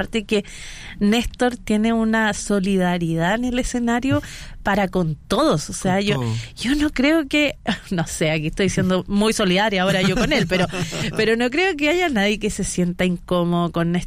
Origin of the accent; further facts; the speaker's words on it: Concepción, Biobío, Chile; Yo soy penquista